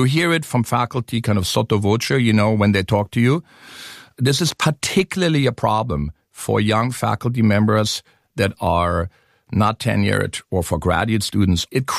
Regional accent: West Berlin, Berlin, Germany; So I was born in West Berlin, the divided city.

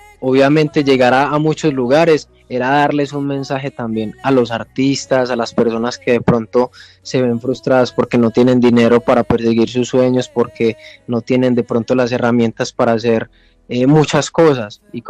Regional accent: Pereira, Risaralda, Colombia; now in Medellín, Colombia; yo soy de Pereira. ¿Sí me entiendes? Yo vivo acá en Medellín y todo, pero pues yo soy de Pereira, toda mi familia está en Pereira

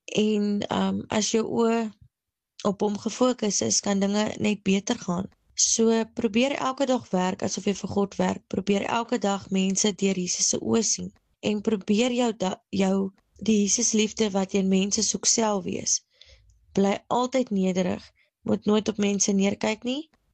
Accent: Springbok, Northern Cape, South Africa; Ek het maar in Springbok groot geword.

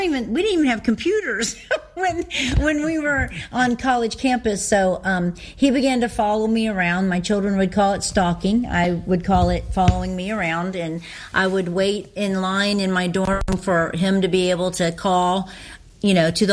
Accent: Ohio, United States; And I'm from Ohio

